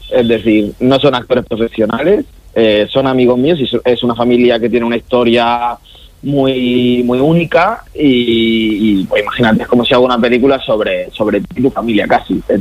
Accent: Murcia, Region of Murcia, Spain; yo soy también de Murcia, entonces la peli es muy murciana, nace en Murcia.

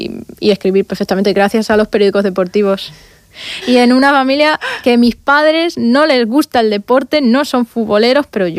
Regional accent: Hellín, Castilla-La Mancha, Spain; moved away as an adult; now in Murcia, Spain; Yo en mi caso me he salido de mi pueblo, estoy aquí viviendo en Murcia.

